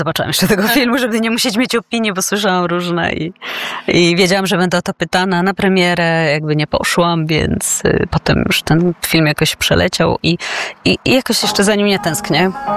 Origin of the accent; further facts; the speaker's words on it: Duszniki-Zdrój, Lower Silesian Voivodeship, Poland; wychowywałam się w Dusznikach Zdroju.